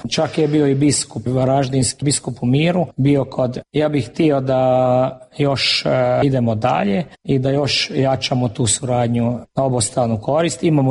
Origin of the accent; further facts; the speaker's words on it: Murakeresztúr, Zala, Hungary; Ja sam od tuda, ja sam rođen u Mura Keresturu.